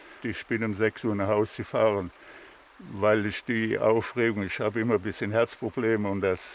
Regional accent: Greimersburg, Rhineland-Palatinate, Germany; born there; Ich bin ja auch hier in der Endert geboren

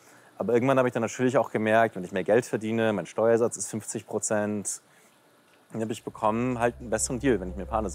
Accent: Germany; moved away as an adult; now in Honduras; Also ich bin froh, dass ich in Deutschland aufgewachsen bin.

